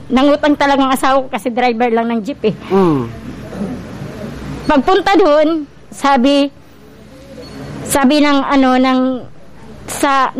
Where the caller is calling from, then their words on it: Bulan, Bicol Region, Philippines; ng Barangay Enroque, Bulan, Sorsogon po.